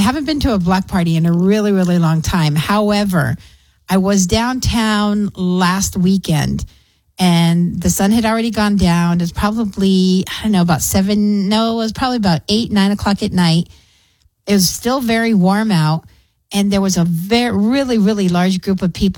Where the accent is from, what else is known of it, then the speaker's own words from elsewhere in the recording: Clint, Texas, United States; now in El Paso, United States; growing up in Clint in the trailer.